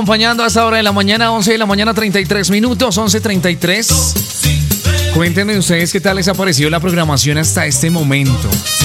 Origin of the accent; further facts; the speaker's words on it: Colombia; Y si hay algo que nos une a nosotros como colombianos es siempre que jugamos en equipo.